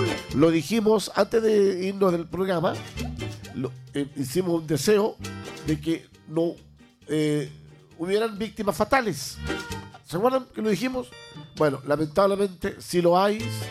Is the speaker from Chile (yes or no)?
yes; Chile; como habitantes de Chile, como chilenas y chilenos.